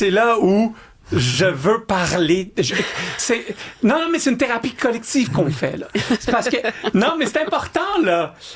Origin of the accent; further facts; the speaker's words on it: Montreal, Quebec, Canada; Dieu sait que je suis un Montréalais, fier